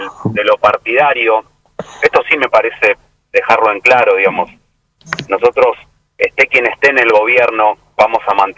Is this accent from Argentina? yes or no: yes; Argentina; porque a todos nos gusta la música pesada y todos somos argentinos.